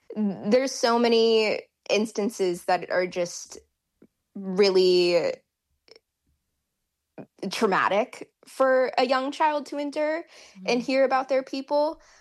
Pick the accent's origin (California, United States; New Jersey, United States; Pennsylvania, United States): California, United States; when I was in school in my hometown, K through 12, there were some other California Indians that I had known, and there were very few of us